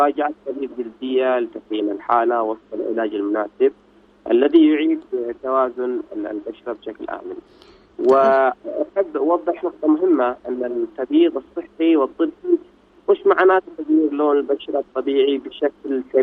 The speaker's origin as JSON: {"language": "Arabic", "country": "Yemen", "said": "وعندنا في اليمن غالبا السبب يكون وقات"}